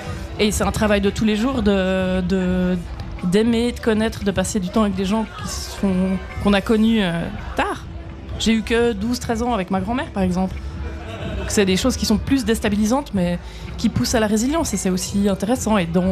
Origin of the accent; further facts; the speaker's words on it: La Chaux-de-Fonds, Neuchâtel, Switzerland; Pas des masses, non. Je suis du Chaux-de-Fonds.